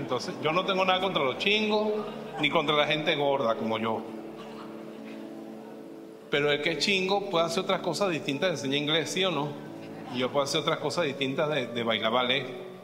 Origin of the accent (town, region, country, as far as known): Venezuela